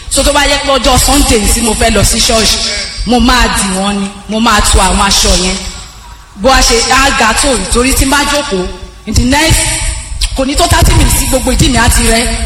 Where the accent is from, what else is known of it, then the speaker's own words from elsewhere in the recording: Osun, Nigeria; mo wa lati Ọ̀sun.